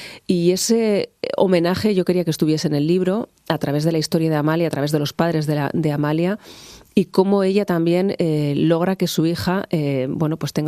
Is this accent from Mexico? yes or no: no; Pamplona, Falces, Navarre, Spain; uno a mi tierra, a Pamplona, a Navarra, a Falces